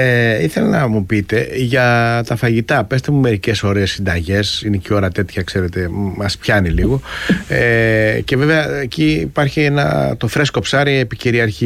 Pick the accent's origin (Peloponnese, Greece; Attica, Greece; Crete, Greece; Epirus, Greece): Crete, Greece; Chania; Εγώ είμαι Χανιώτης